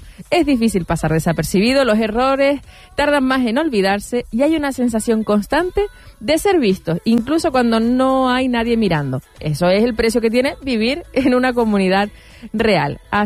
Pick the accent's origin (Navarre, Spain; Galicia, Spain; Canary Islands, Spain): Canary Islands, Spain; La Palma; Hay una curiosidad muy, muy nuestra, muy de La Palma